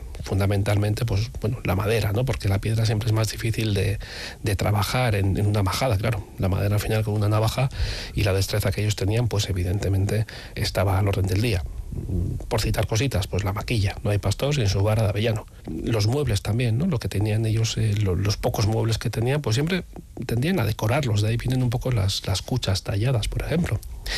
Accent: Basque Country, Spain

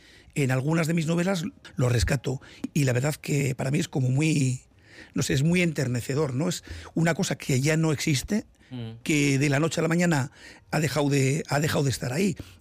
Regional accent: Portugalete, Basque Country, Spain; Mi infancia ha estado ahí en Portugalete, lo de la ría, con todas sus cosas maravillosas, y sus cosas pues no tan bonitas.

